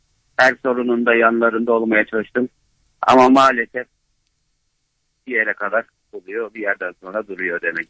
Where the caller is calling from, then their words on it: Bursa, Turkey; Bursa'dan arıyorum.